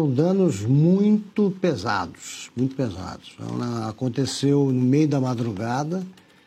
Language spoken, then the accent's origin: Portuguese; Taquaritinga, São Paulo, Brazil; tragédia, e infelizmente também a minha cidade, né, cidade onde eu nasci. E vivi por muito tempo e continuo ligado a ela. Taquaritinga foi uma das mais atingidas